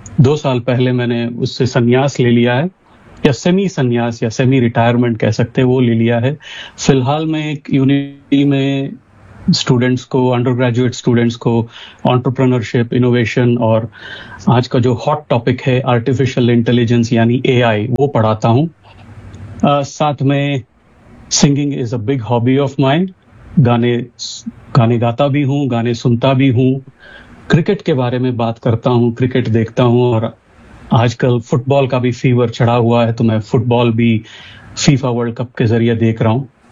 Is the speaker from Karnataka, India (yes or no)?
yes; Bangalore, Karnataka, India; मैं बेंगलोर का निवासी हूँ।